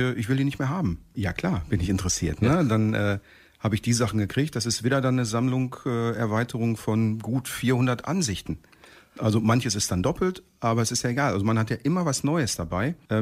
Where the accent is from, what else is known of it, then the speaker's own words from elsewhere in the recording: Bockum-Hövel, North Rhine-Westphalia, Germany; also born or lived in Heessen; Ja, ich bin zwar in Heessen geboren, aber das ist doch das Einzige, was ich mal außerhalb von Bockum-Höfel so gemacht habe. Ansonsten immer schon in Bockum-Höfel und da fühle ich mich wohl und da werde ich auch bleiben.